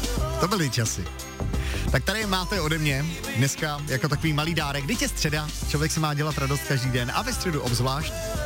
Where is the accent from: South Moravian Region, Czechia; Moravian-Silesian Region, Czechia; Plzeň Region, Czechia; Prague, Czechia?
Plzeň Region, Czechia; Plzeň; Já jsem rodilý Plzeňák a tam jsme taky měli teda diskotéky s překvapením